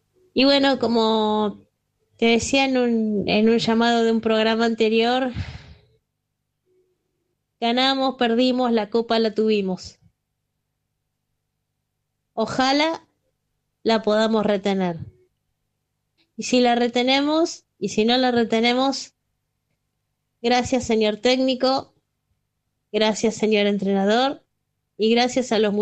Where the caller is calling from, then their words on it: Buenos Aires, Argentina; de Caballito.